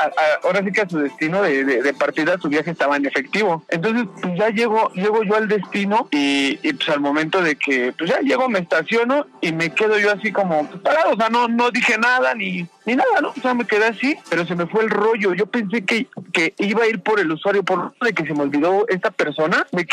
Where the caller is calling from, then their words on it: Iztapalapa, Mexico City, Mexico; Aquí andamos de Iztapalapa.